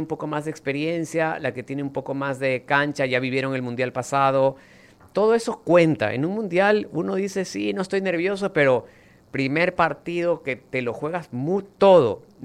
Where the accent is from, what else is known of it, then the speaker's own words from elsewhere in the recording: Argentina; como soy argentino también